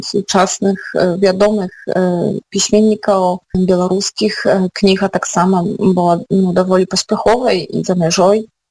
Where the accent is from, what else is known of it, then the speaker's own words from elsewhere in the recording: Podlaskie Voivodeship, Poland; я родом з Подляша, і напевно це сімейні корені, і Подляша саме по собі повпливало на те, що мені після вже доволі легко доводилося вчитися і говорити